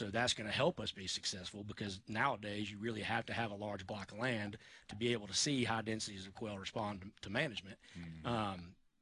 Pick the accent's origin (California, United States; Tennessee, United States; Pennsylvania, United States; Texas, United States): Tennessee, United States; Germantown; moved away; also born or lived in Florida; I'm from West Tennessee, but I've been with Tall Timbers for about 10 years, lived in Florida, and now happy to say that we've moved home.